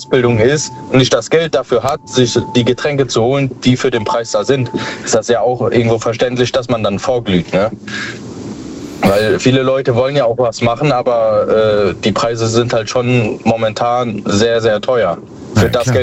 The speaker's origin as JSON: {"language": "German", "town": "Koblenz", "region": "Rhineland-Palatinate", "country": "Germany", "said": "Ich komme aus Rheinland-Pfalz, Koblenz."}